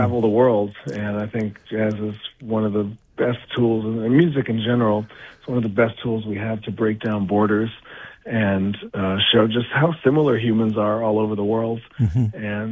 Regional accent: Miami, Florida, United States; also born or lived in Montclair, New Jersey; I grew up in Miami, Florida.

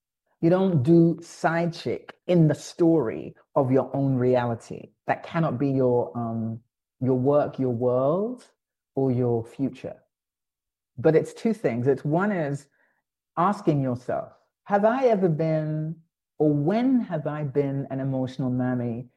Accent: London, United Kingdom; moved away as an adult; also born or lived in New York; now in Accra, Ghana; the years I spent as a Black Briton, born and raised in London, and now being here in Accra.

